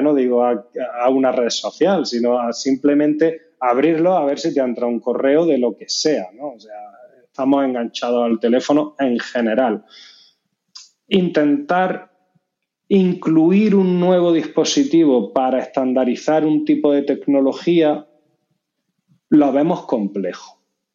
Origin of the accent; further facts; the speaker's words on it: Granada, Andalusia, Spain; accent: southern (not northern); A mí por el acento se sabe que del norte no soy, yo soy granadino